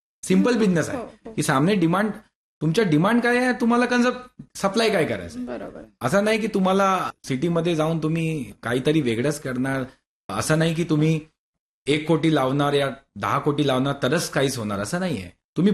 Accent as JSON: {"language": "Marathi", "town": "Varanasi", "region": "Uttar Pradesh", "country": "India", "said": "आमच्या गाव काशीमध्ये आहे"}